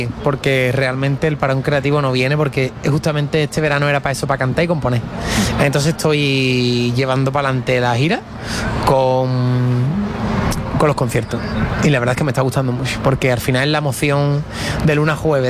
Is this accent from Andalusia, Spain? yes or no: yes; Rota, Andalusia, Spain; moved away; A mí me da alegría ver mi pueblo lleno de gente de fuera y de todas partes.